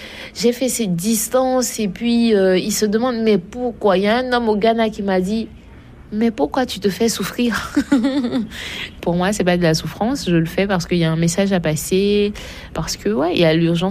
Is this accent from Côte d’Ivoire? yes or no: yes; Côte d’Ivoire; Quand je leur dis je viens de Côte d'Ivoire